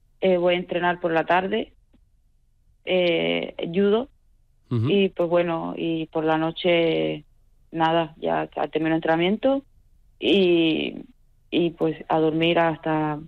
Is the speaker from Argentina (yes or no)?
no; Cuba; now in Spain; ¿Te cuento desde que me fui de Cuba o directamente desde el aeropuerto?